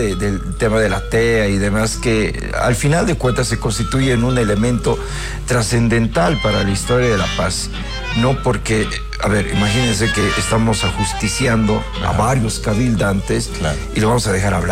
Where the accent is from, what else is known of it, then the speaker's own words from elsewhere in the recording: Oruro, Bolivia; Yo soy de Oruro, ¿no? Vivo en Oruro.